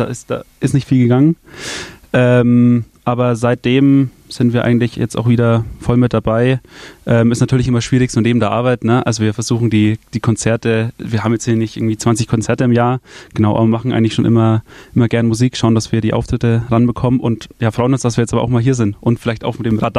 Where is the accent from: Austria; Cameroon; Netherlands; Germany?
Germany; Neumarkt in der Oberpfalz, Bavaria; Also wir kommen eigentlich aus Neumarkt in der Oberpfalz, haben schon ein paar Mal auch gespielt in Nürnberg